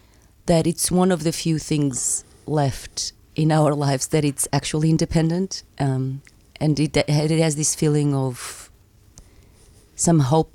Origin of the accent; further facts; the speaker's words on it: Portugal; moved away as an adult; now in Melbourne, Australia; So I'm Portuguese. So I came to Melbourne in 2013, but yeah, born and raised in Portugal.